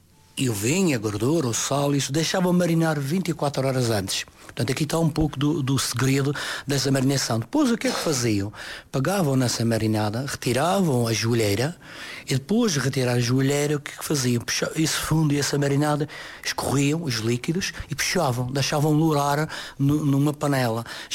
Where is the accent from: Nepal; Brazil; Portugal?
Portugal; Machico, Madeira; hoje é da minha terra, grande terra